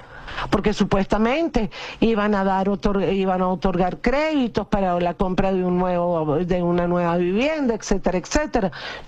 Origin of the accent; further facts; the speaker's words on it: Venezuela; si bien yo no viví en La Guaira, yo tuve mi vida también en La Guaira, como muchos venezolanos.